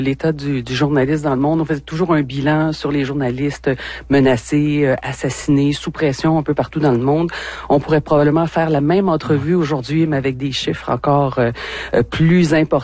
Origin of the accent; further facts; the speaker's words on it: Saint-Hyacinthe, Quebec, Canada; Je viens du secteur de la Montérégie à Saint-Hyacinthe. Donc, je suis une mascoutaine.